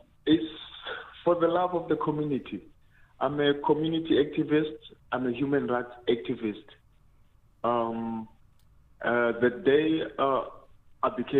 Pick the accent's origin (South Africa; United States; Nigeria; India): South Africa; Klerksdorp, North West; I'm from Klerksdorp. Klerksdorp, Ogniganana.